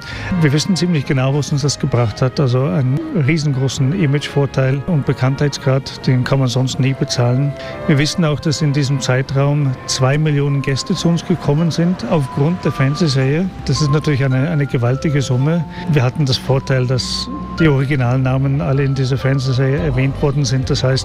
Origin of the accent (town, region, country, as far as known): Bedford, East of England, United Kingdom; German is a second language; now in Austria